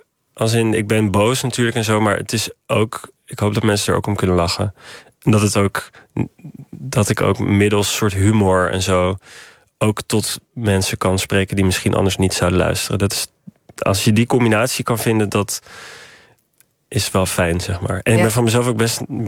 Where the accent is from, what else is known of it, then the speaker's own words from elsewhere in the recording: Haarlem, North Holland, Netherlands; born there; moved away; Wij komen uit Haarlem.